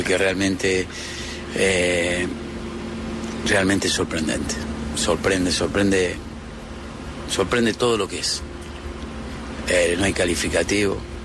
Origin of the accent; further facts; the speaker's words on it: Argentina; es un honor para a mí personalmente soy argentino y que nos representen así de esa forma